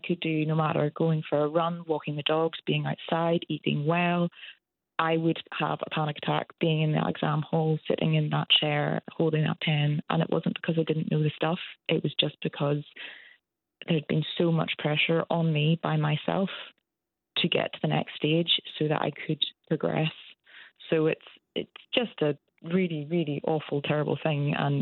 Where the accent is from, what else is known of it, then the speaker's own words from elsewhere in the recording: Northern Ireland, United Kingdom; I grew up in Northern Ireland.